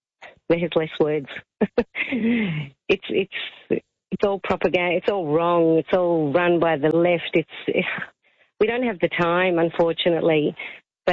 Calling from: Tel Aviv, Tel Aviv District, Israel; Yes, I'm actually calling from Tel Aviv in Israel

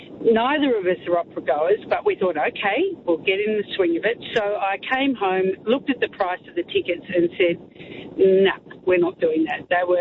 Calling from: Australia; where are you from? We said, Australia.

